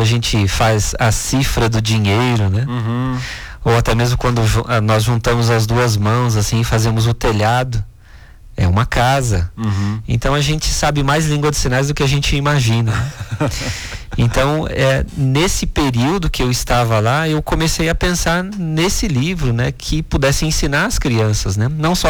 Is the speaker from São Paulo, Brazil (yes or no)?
yes; São Paulo, Brazil; Bom, eu sou natural de São Paulo